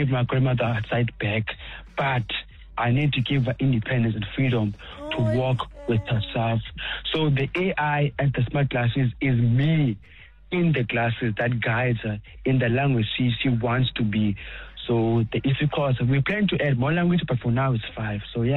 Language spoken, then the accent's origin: English; Mthatha, Eastern Cape, South Africa; I mean, I come from Mthatha in the Eastern Cape.